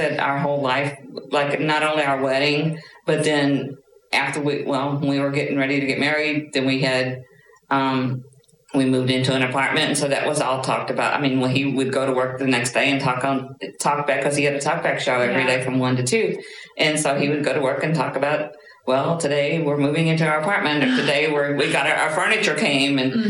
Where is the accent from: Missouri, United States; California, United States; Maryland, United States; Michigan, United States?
Missouri, United States; born there; No, I was born down in Missouri.